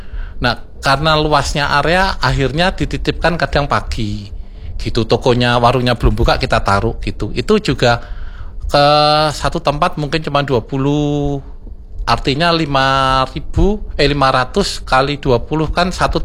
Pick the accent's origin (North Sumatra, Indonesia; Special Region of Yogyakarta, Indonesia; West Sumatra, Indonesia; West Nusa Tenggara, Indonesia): Special Region of Yogyakarta, Indonesia; Pengasih; saya juga dari Josutan Karangsari Pengasih juga, Mbak. Kita tetangga berarti. Sama-sama Kepon Progo.